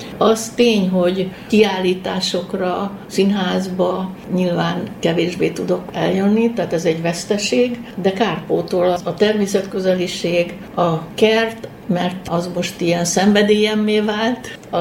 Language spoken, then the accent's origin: Hungarian; Budapest, Hungary; born there; moved away as an adult; now in Tiszakürt, Hungary; itt születtem Budapesten, itt élek, itt a 4 gyerekem, unokám.